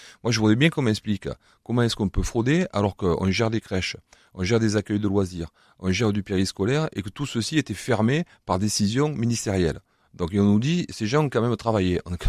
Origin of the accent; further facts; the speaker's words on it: Provence-Alpes-Côte d'Azur, France; accent: Var accent; Je suis attaché au Var parce que mon accent le démontre déjà. On va dire, il n'est pas commun.